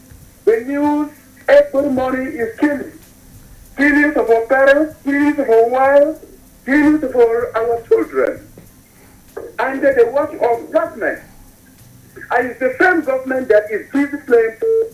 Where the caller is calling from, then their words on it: Jos, Plateau, Nigeria; I am calling you from Anguarukuba.